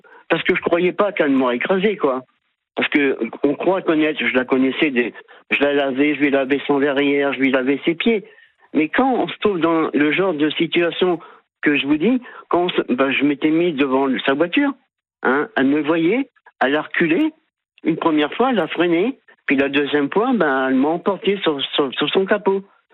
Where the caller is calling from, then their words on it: Le Tréport, Normandy, France; moi, j'habite au Tréport, et j'ai pas de voiture.